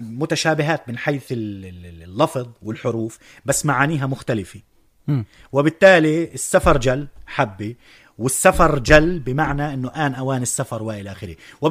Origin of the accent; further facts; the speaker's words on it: Palestine; عندنا فلسطينيين